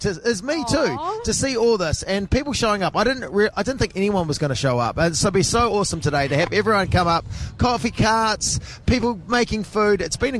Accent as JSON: {"language": "English", "town": "Masterton", "region": "Wellington", "country": "New Zealand", "tie": "born or raised there", "said": "Masterton, my hometown"}